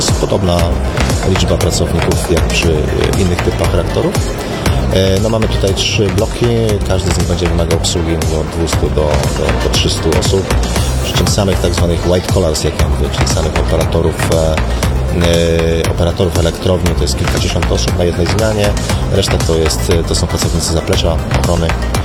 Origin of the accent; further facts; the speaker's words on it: Pomeranian Voivodeship, Poland; Nie urodziłem się w Gdańsku, ale jestem z Pomorza i doceniam walory tej części polskiej.